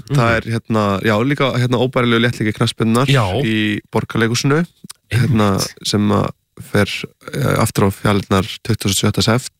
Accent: Reykjavik, Capital Region, Iceland; Já, hérna Sjafnargötu

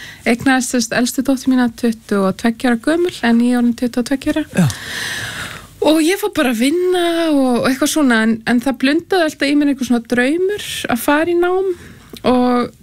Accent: Hagi, Northeastern Region, Iceland; Já, ég úr Haga í aðaldal

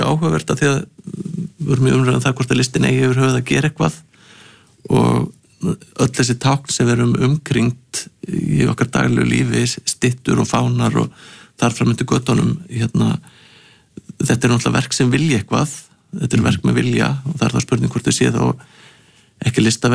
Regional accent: Hafnarfjörður, Capital Region, Iceland; ég er úr Hafnarfirði

